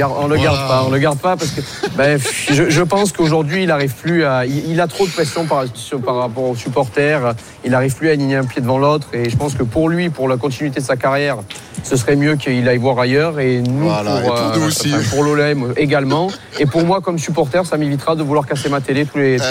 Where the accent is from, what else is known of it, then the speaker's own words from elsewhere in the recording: Marseille, Provence-Alpes-Côte d'Azur, France; Je viens de Marseille, écoutez les gars, j'ai foi en mon équipe